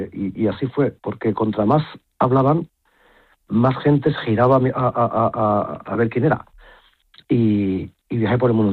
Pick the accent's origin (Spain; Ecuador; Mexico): Spain; en mi país hay algunas personas que se cachondean